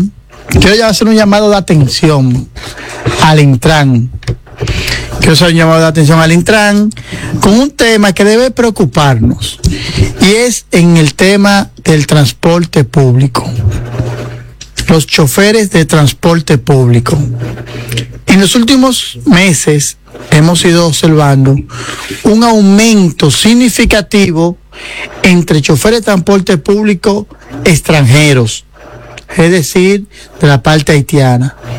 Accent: Dominican Republic

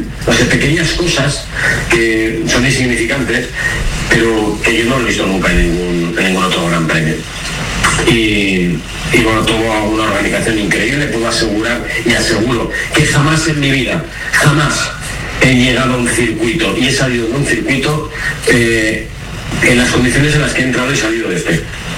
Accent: Spain; como españoles debemos sentirnos tremendamente orgullosos.

